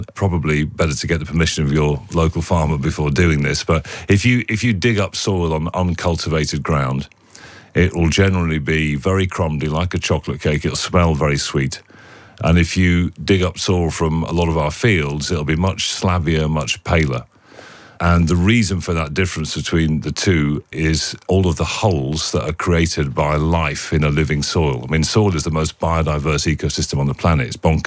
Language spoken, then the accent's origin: English; Barnsley, Yorkshire and the Humber, United Kingdom; I'm from Barnsley, and I grew up in Barnsley when the mines were just about still open.